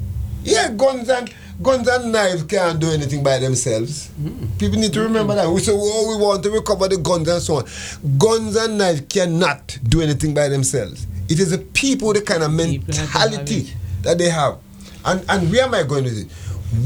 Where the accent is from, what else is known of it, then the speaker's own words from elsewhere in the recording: Jamaica; born there; now in Antigua and Barbuda; I was born in Jamaica in the 60s.